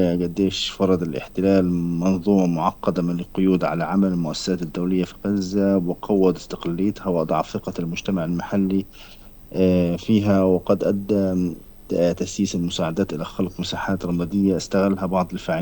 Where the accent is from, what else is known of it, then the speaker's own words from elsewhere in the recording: Palestine; المرتبط فينا كفلسطينيين وعلاقتنا مع المؤسسة الرسمية الحاكمة في فلسطين.